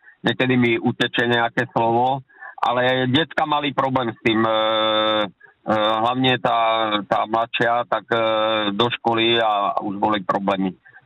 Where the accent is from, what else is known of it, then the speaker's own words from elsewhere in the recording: Slovakia; moved away as an adult; also born or lived in Moravia; now in Czechia; Já jsem Slovák, už to. A v 93. když se dělili republiky, tak jsem byl jako voják. Takže to bylo takové divoké. No a v 94. jsem se odstěhoval na Moravu a už jsem to zůstal.